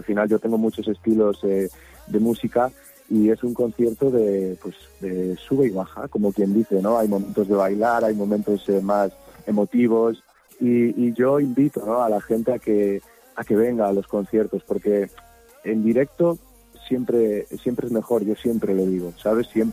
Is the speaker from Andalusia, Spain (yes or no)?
no; Galicia, Spain; Galicia, evidentemente estará en el mapa, que es mi tierra.